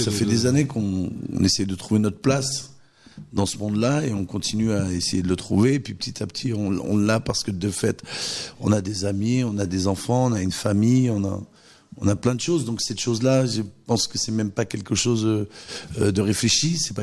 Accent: Pays de la Loire, France; born there; moi, je suis né dans le Maine-et-Loire

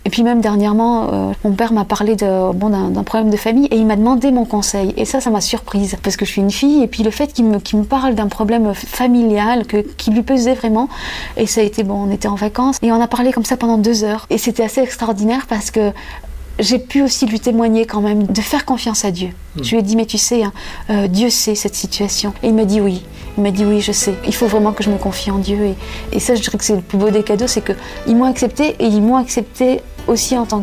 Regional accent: Algeria; Je peux dire que je suis algérienne, chrétienne et française aussi.

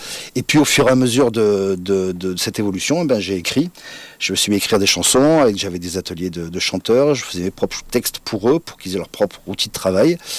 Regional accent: Provence-Alpes-Côte d'Azur, France; now in Montpellier, France; Mais j'ai grandi sur la Côte d'Azur et je suis revenu il y a une quinzaine d'années à Montpellier.

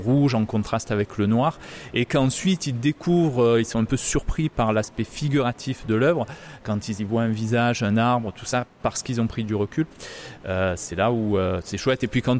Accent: Vernègues, Provence-Alpes-Côte d'Azur, France; je suis sculpteur et peintre. Je viens de Vernègue, qui est un petit village à côté de Salon-de-Provence, qui est à peu près à 1h30-2h de route d'Aiguemortes.

